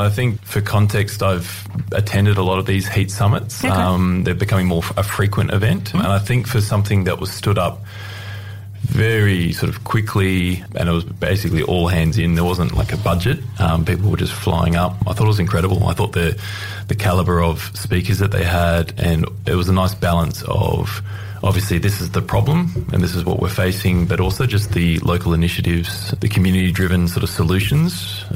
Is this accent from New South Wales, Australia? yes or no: yes; New South Wales, Australia; And I grew up in the Blue Mountains for a period as well.